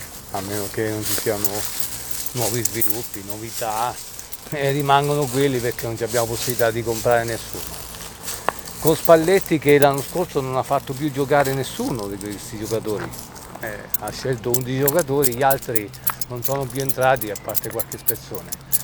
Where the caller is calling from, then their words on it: Macerata, Marche, Italy; di Macerata